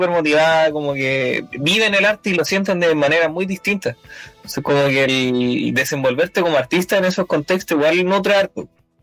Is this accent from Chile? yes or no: yes; Temuco, Araucanía, Chile; por mi parte, que soy de Temuco, que es el que mueve la escena acá